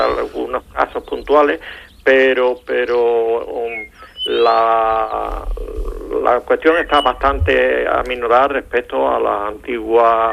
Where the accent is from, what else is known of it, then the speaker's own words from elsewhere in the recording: Villamartín, Andalusia, Spain; born there; now in Ronda, Spain; yo nací en Villamartín y ahora mismo me siento ya más rondeño